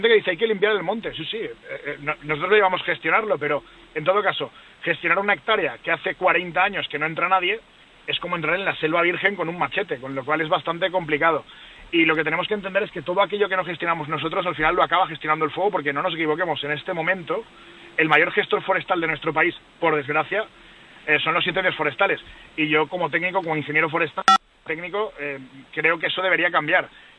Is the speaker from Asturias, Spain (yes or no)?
no; Valencia, Valencian Community, Spain; pero yo, por ejemplo, soy de Valencia y en mi tierra hay muy poquitas empresas que se dediquen a obra forestal